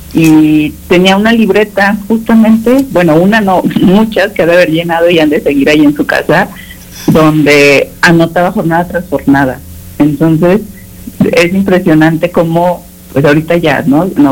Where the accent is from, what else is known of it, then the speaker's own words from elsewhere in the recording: León, Guanajuato, Mexico; born there; soy nacida en León, entonces en León la afición por el fútbol es así como una exageración